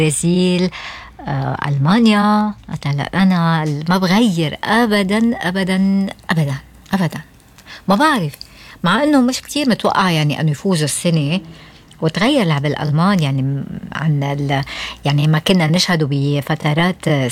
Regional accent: Lebanon; في شيء هيك بدمنا كلبنانية

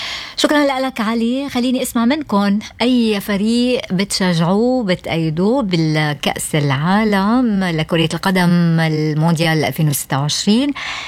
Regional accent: Lebanon; في شيء هيك بدمنا كلبنانية

